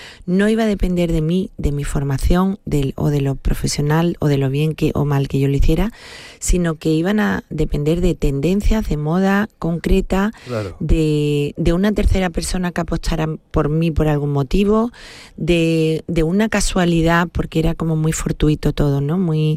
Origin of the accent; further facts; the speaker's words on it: Seville, Andalusia, Spain; yo, amante de mi tierra, de mi gente, de mi familia, muy andaluza, muy sevillana, ¿sabes?